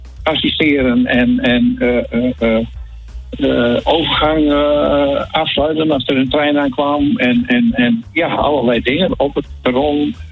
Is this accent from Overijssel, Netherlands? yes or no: no; Beilen, Drenthe, Netherlands; now in Hoogezand, Netherlands; Ja, nou, ik ben geboren in Bijlen.